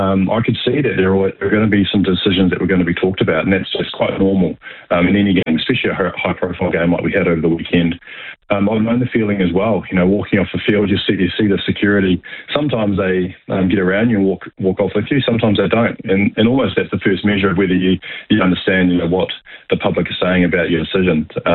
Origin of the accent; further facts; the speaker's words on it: New Zealand; growing up in New Zealand, we grew up this sport.